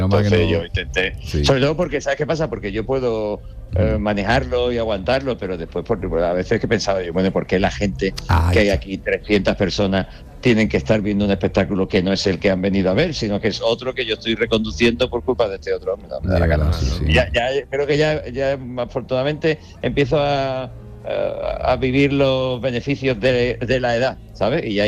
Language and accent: Spanish; Andalusia, Spain; muchas veces también me relajo y hablo más con mi acento natal y en fin, hay pequeñas confidencias que son normales, eso no se trae. Incluso cuando ya voy a Cádiz o San Fernando, pues todavía la es más todavía, ¿no?